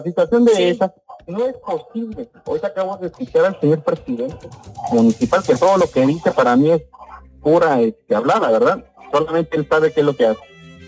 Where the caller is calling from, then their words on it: Tapachula, Chiapas, Mexico; nosotros vivimos en Tapachula. Yo por lo consiguiente vivo en Tapachula.